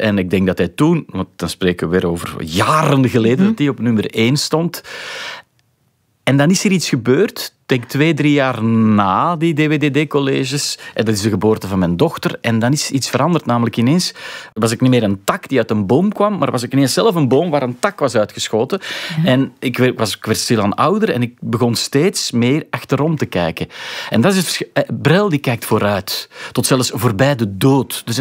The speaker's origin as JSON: {"language": "Dutch", "region": "Flanders", "country": "Belgium", "said": "Ik kom uit de Kempen."}